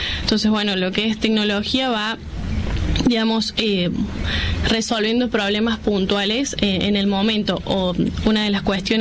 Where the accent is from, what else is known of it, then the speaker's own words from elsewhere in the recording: Córdoba, Argentina; moved away as an adult; now in San Francisco, Argentina; yo soy de Córdoba, soy nacida y criada en Córdoba capital, y me mudé 200 kilómetros por el trabajo, y de ahí, bueno, desde San Francisco